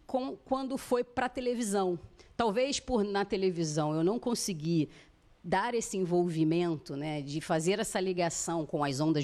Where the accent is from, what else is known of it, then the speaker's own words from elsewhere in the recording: Rio de Janeiro, Brazil; Eu sou muito carioca, assim, né? das gírias